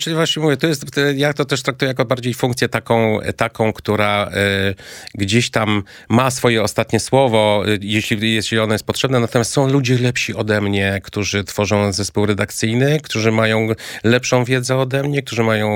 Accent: Kraków, Lesser Poland, Poland; Hucialinem. Nowej nawet. Huty, tak.

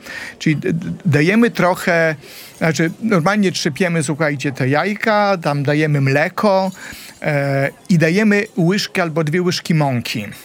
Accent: Grajewo, Podlaskie Voivodeship, Poland; moved away; ja pochodzę z Podlasia, czyli z Grajewa, czyli tam, gdzie robią te mleko łaciate i te masło łaciate

